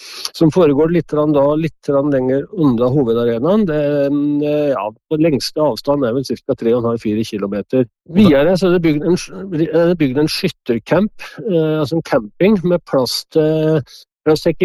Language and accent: Norwegian; Innlandet, Norway; at det I heimkommunen min, og jeg synes at dette arrangementet her utrolig viktig for både Lesjabygde, for Dovrebygde og for hele regionen.